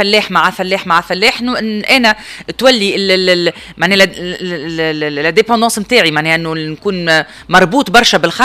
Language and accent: Arabic; Tunisia; احنا كدولة تونسية شنو اللي يرجع علينا؟